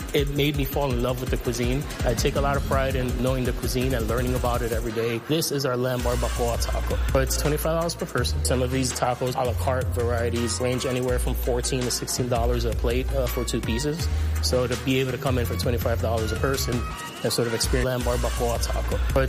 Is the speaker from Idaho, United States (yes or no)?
no; New York City, New York, United States; I'm a Puerto Rican heritage. I was born in New York, but living in the South Bronx where I grew up, there was a huge Mexican population around me.